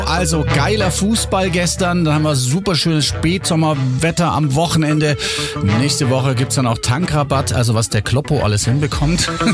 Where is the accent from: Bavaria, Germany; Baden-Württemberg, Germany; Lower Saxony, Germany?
Bavaria, Germany; Augsburg; Als Augsburger